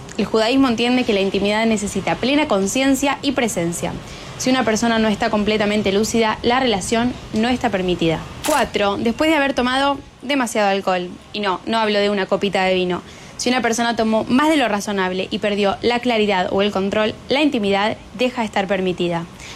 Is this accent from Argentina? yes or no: yes; Argentina; now in Israel; comparto sobre judaísmo, explicado fácil y cómo es vivir en Israel siendo argentina.